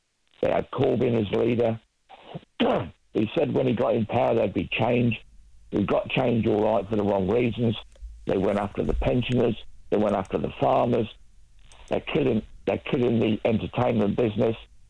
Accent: Peterborough, East of England, United Kingdom; I'm from Peterborough, Joel.

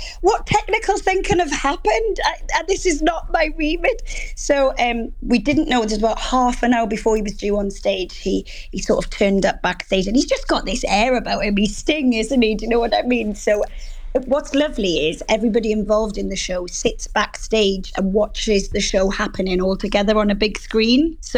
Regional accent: Wales, United Kingdom; moved away as an adult; now in North East England; Sort of growing up in South Wales

